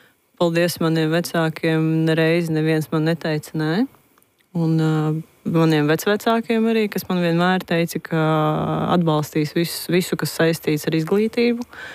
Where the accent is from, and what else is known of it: Riga, Latvia; born or raised there